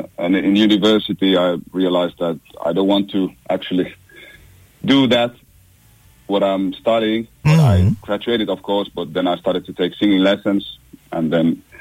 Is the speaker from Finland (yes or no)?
yes; Finland; Yeah, I was born in Finland. I'm born and raised in Finland.